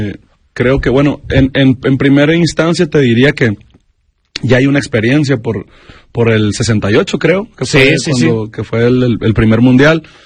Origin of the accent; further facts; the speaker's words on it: Mexico; Pues mira, al final de cuentas, nosotros siempre como mexicanos estamos